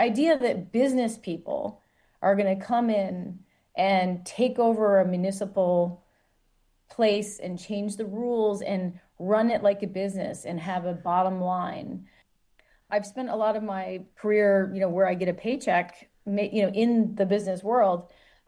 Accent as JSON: {"language": "English", "region": "Michigan", "country": "United States", "tie": "born or raised there", "said": "growing up in Michigan, I was born in 1979, grew up in the 80s. It was a union place."}